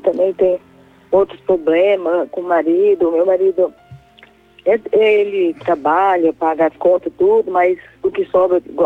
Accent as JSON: {"language": "Portuguese", "town": "Sinop", "region": "Mato Grosso", "country": "Brazil", "said": "Eu sou de Sinop, Mato Grosso."}